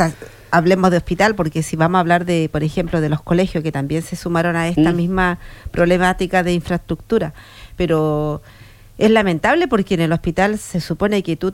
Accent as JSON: {"language": "Spanish", "country": "Chile", "said": "los chilenos trabajamos, digo trabajamos porque me considero chilena"}